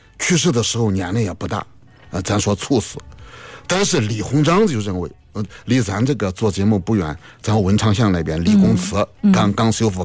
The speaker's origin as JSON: {"language": "Chinese", "region": "Jiangsu", "country": "China", "said": "吴三桂我们知道祖籍是我们江苏人，"}